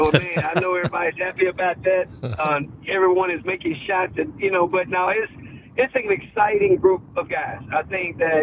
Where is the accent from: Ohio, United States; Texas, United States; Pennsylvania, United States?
Texas, United States; Waco; I'm from Waco, Texas, where Baylor University is at.